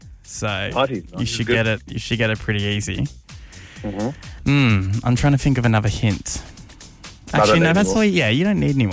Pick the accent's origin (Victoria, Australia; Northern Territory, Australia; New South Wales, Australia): New South Wales, Australia; Central Coast; moved away; when I grew up on the Central Coast